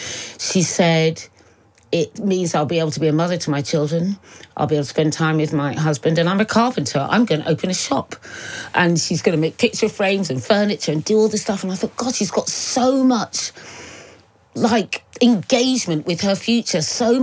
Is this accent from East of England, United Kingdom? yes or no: yes; Suffolk, East of England, United Kingdom; I'm from Suffolk